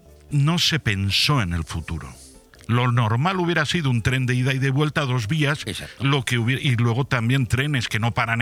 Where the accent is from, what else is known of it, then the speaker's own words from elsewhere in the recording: Valencian Community, Spain; ¿Cómo doy vivienda a los que viven, no a los turistas, sino a los que somos de Altea, de Benidorm, de Callosa, de la Nucía, los que vivimos aquí?